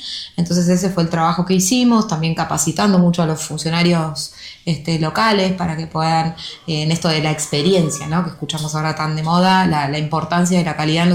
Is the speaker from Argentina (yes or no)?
yes; Pergamino, Buenos Aires Province, Argentina; Yo soy de Pergamino, 200 kilómetros de la ciudad de Buenos Aires, para el noreste de la provincia.